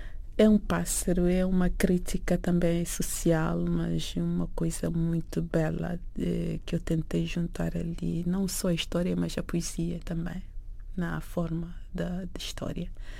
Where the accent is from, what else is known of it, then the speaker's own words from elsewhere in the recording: Mozambique; born there; Nós somos do Movimento das Artes de Moçambique desde miúdas.